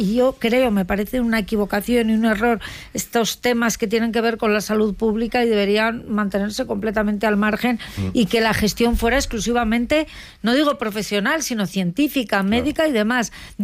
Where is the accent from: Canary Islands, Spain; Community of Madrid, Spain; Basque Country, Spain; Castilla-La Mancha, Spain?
Community of Madrid, Spain; Madrid; born there; yo soy de Carabanchel, que antes estabais hablando de mi barrio